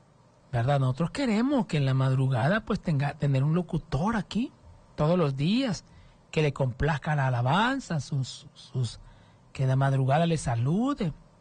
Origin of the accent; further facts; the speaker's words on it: Honduras; yo soy de la Concordia, viví en el sitio